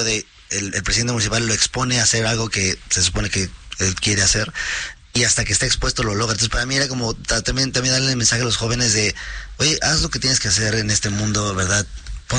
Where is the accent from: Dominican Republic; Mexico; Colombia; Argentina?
Mexico; te habla de lo creativos que son los mexicanos, de los alegres que somos los mexicanos, me emocionó mucho.